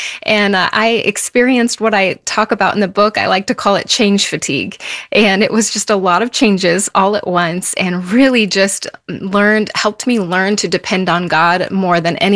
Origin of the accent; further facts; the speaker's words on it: Pacific Northwest, United States; moved away as an adult; now in Florida, United States; stepped into Florida living when I was from the Pacific Northwest, which felt like a different planet